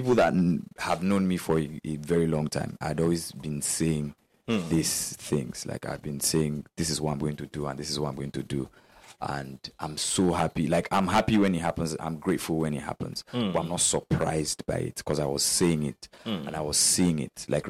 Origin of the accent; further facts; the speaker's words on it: Calabar, Cross River, Nigeria; born there; moved away; I'm not from Calabar, but like I schooled here and I did most of my life here.